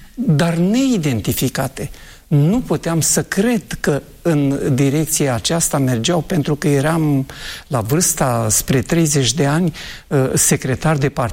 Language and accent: Romanian; Argeș, Romania; din județul Argeș, de unde sunt eu de fel, dintr-o localitate între Pitești și Slatina. Pe acolo, pe undeva, este o localitate rurală, acum și cu Biserica Adventistă